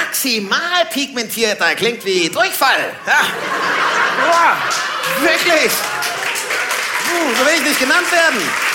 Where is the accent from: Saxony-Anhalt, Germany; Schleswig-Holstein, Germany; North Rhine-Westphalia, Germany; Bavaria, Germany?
Bavaria, Germany; Puchheim; Dann meine ich so, aus Puchheim bei München.